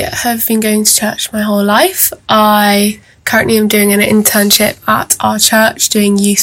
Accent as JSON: {"language": "English", "town": "Plymouth", "region": "South West England", "country": "United Kingdom", "tie": "born there"}